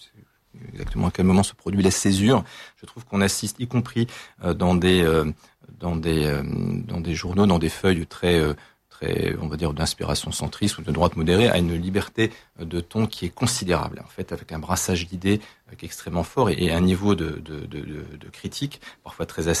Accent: Toulouse, Occitanie, France; born there; je suis né à Toulouse

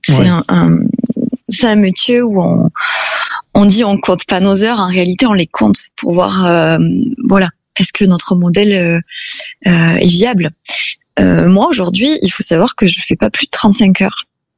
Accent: Occitanie, France; moved away as an adult; Je suis née et j'ai grandi en Aveyron. Après, j'ai fait mes études à Toulouse, puis à Lille, dans le Nord, pour l'orthophonie. Et voilà. Donc, je suis revenue d'Amérique du Sud

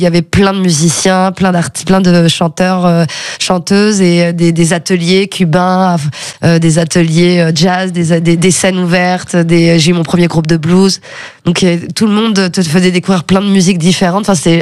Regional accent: Chambray-lès-Tours, Centre-Val de Loire, France; born there; also born or lived in Aquitaine; Je suis née à Chambrais-les-Tours et on avait une maison à Maitrey. Et que mon père avait construite avec ses mains. Et j'ai habité là jusqu'à mes 9 ans. Et ensuite, j'ai déménagé en région Aquitaine.

